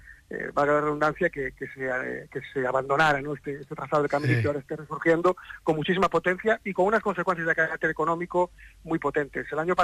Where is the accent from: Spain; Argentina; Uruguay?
Spain; Pontedeume, Galicia; yo suelo ser muy ecuánime cuando hablo de mi pueblo y me reafirmo, ¿no?, que es uno de los entornos más bonitos de Galicia. Ponte de Ume es un municipio